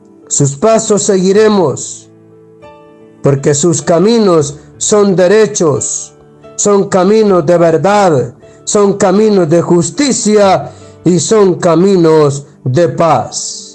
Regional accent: Honduras

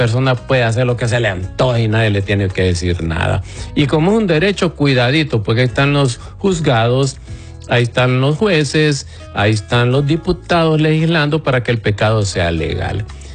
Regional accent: Honduras; mi país, Honduras

